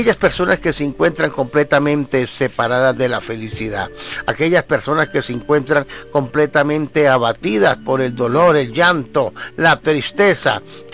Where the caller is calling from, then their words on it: Saboyá, Boyacá, Colombia; soy del municipio de Saboyá, Boyacá.